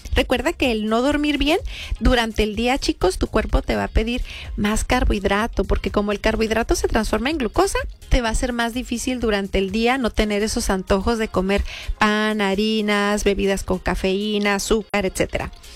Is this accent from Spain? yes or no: no; Mexico